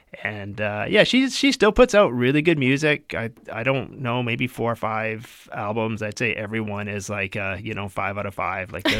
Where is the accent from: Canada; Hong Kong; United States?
Canada; Winnipeg, Manitoba; growing up in Winnipeg